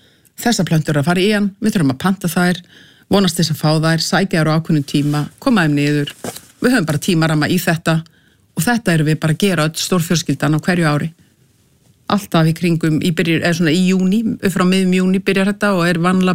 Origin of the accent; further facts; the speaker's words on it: Reykjavík, Capital Region, Iceland; en ég uppalinn í Reykjavík, í skólagangan var hérna í Beðaltunni sko